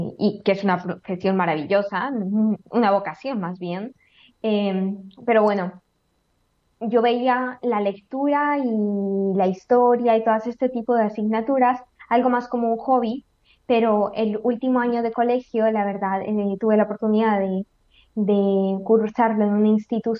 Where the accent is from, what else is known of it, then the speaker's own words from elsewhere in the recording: Lima, Peru; moved away as an adult; now in Spain; yo vengo de Lima